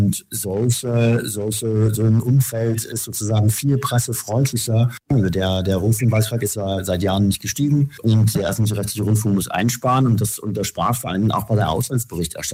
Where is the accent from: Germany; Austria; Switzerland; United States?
Germany; Saxony; born or raised there